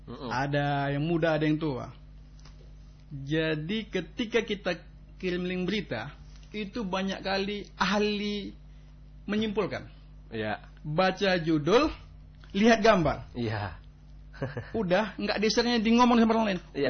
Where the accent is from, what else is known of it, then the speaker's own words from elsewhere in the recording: Aceh, Indonesia; Asli putra Aceh Singkil.